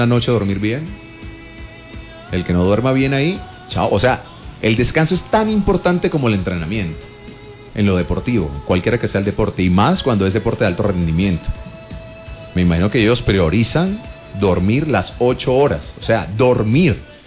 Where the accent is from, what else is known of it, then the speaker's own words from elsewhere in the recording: Colombia; uno acá como colombiano, uno cree y tiene la fe en Colombia.